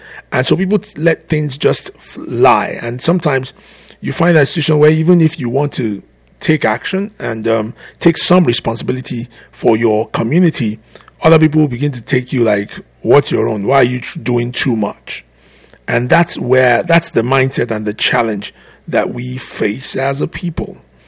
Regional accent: Nigeria; moved away; we come all the way from Nigeria, from Africa

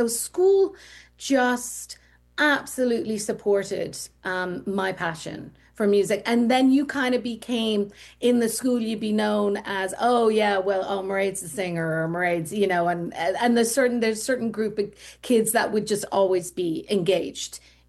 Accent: Dublin, Leinster, Ireland; You know, Ireland is just full of art and music and song. And so it really was a great place to be born if music was going to be your passion, because there was music.

